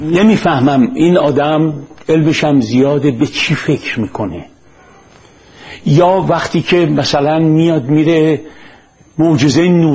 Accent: Iran; برای معرفی خود به راستی نمی‌دانم که بگویم پسر جوان 31 ساله از ایران هستم یا اینکه مرد مجرد بیکار ساکن ایران با تحصیلات دانشگاهی در دانشگاه دولتی این کشور

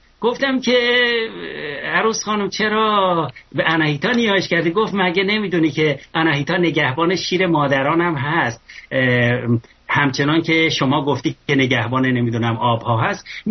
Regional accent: Ardabil Province, Iran; born there; در اردبیل، من استان اردبیل زاده شدم

